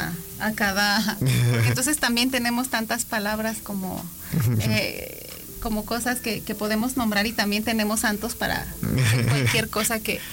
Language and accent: Spanish; Mexico